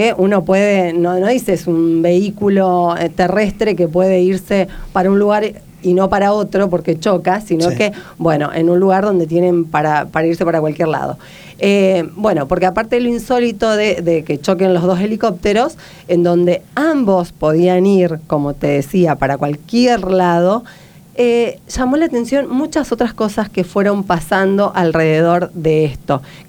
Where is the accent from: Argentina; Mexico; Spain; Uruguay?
Argentina; ¿cómo no voy a sacar pecho siendo argentina?